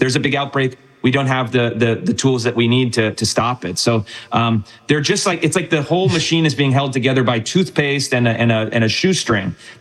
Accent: Washington, United States; here in my home state of Washington State

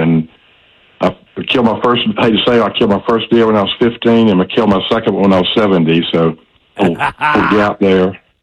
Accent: Winder, Georgia, United States; When I was growing up in Winder, my dad was a local veterinarian

